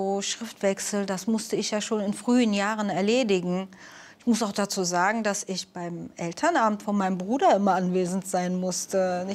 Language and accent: German; Berlin, Germany; bin 69er Jahrgang. Ich bin hier in Berlin geboren und aufgewachsen und arbeite im Café Minua Berlin. Aufgewachsen bin ich in Berlin Tiergarten.